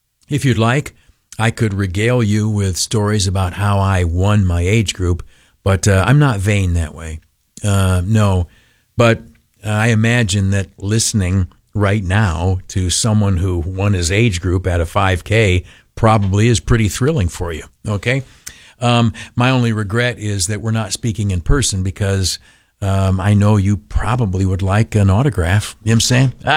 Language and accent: English; Canisteo, New York, United States; moved away; my hometown, Canastillo, New York, down the southern tier